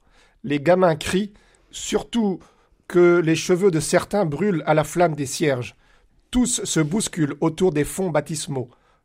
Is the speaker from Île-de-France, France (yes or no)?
no; Normandy, France; Voyez-vous, moi je suis normand, et en Normandie, les soirs de baptême ou de communion, on n'est pas toujours très frais.